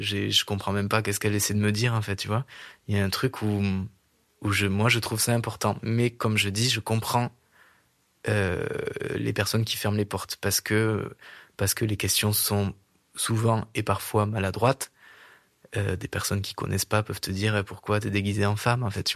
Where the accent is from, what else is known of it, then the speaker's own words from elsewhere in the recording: Saint-Santin, Occitanie, France; J'ai grandi à Saint-Santin, enfin, même le hameau Maspourquet, en fait, tu vois, il y a un truc où une personne queer là-bas n'existait pas